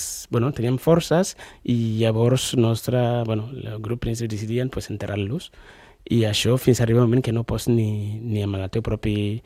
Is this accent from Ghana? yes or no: yes; Ghana; no només venim gent de Ghana, venim gent de molts llocs